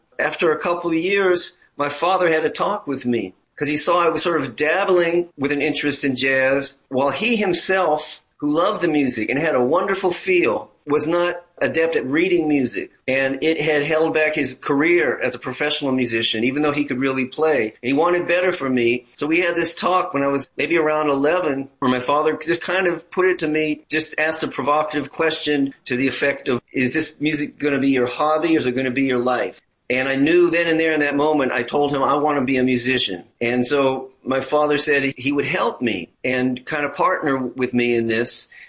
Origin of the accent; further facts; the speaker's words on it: New York City, New York, United States; And so it motivated my moving back to my hometown of New York City when I was 19 in the spring of 1982